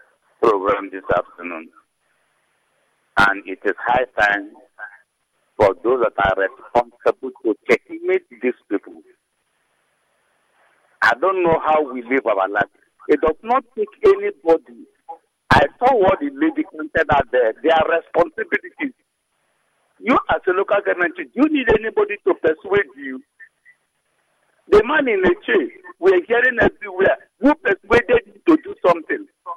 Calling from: Rivers, Nigeria; I come from Ahoda East.

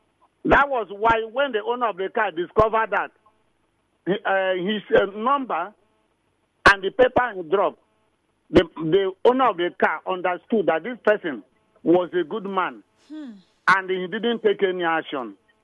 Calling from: Port Harcourt, Rivers, Nigeria; From Port Harcourt.

